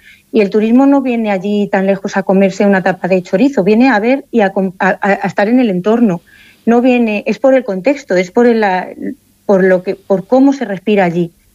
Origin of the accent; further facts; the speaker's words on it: Castile and León, Spain; Yo soy de Castilla-La León y tú eres de Castilla-La Mancha.